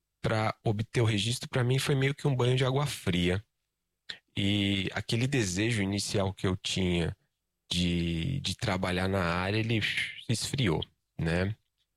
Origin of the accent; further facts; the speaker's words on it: Brazil; moved away as an adult; now in New Zealand; Nova Zelândia em julho de 2022, né, há quase 3 anos atrás. E desde quando a gente saiu do Brasil